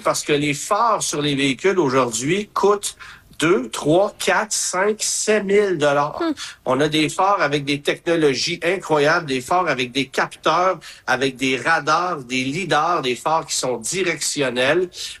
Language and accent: French; Quebec, Canada; chez nous au Québec